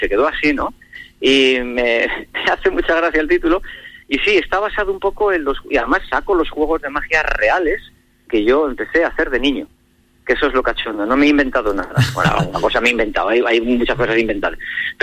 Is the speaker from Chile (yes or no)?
no; Medina del Campo, Castile and León, Spain; also born or lived in Ávila; Los vecinos de aquí de Medina del Campo, yo vivía en la calle de Las Farolas.